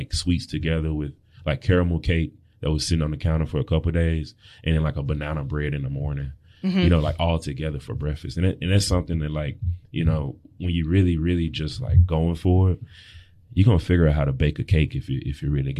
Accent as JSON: {"language": "English", "town": "Memphis", "region": "Tennessee", "country": "United States", "tie": "born or raised there", "said": "I'm born and raised in Memphis. I was born out in Whitehaven, and then after my parents got divorced, I ended up out in East Memphis, which I ended up graduating from Southwind."}